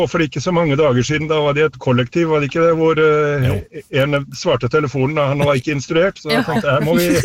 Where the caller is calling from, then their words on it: Skien, Telemark, Norway; vi bor i Skien